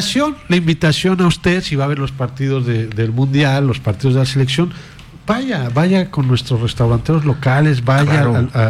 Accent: Mexico; nos deja un sabor de boca padrísimo a los mexicanos.

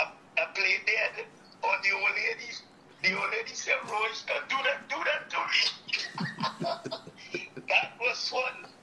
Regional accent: Queenstown, Pomeroon-Supenaam, Guyana; My childhood days in Queenstown, Essequibo was wonderful.

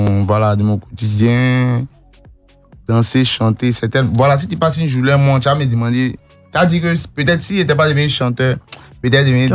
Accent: Abidjan, Côte d’Ivoire; Moi, je suis né, grandi à Yopougon.

